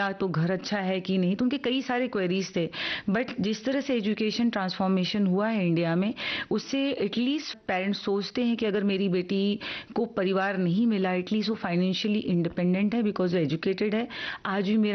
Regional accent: Uttar Pradesh, India; क्योंकि हम उत्तर प्रदेश से हैं

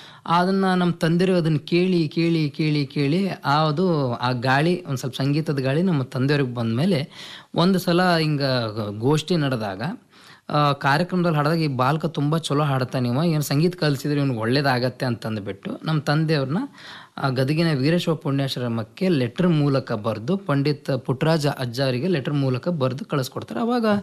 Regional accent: Hubli, Karnataka, India; Sir, ನಾವು ಮೂಲ ಧಾರವಾಡ ಜಿಲ್ಲೆಯವರು. ನನ್ನ ತಾಯಿ ತವ್ರ ಮನೆ ಹುಬ್ಳಿ, ನಾನು ಹುಟ್ಟಿದ ಕೂಡ ಹುಬ್ಳಿಯಲ್ಲೇ.

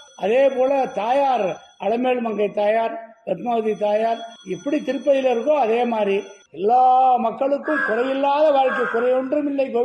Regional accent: Annan Perumal Koil, Tamil Nadu, India; என்னுடைய சொந்த ஊர் அண்ணன் பெருமாள் கோயில்.

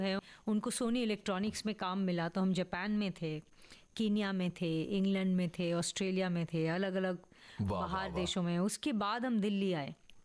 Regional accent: Pune, Maharashtra, India; born there; मैं एक्चुअली पुणे में पैदा हुई थी

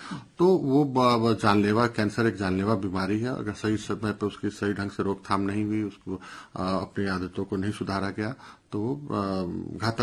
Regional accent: Varanasi, Uttar Pradesh, India; हम लोग काशी के क्षेत्र के निवासी हैं

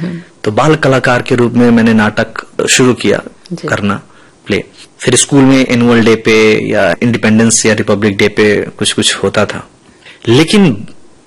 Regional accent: Bihar, India; क्योंकि मैं बिहार से हूं तो मेरे

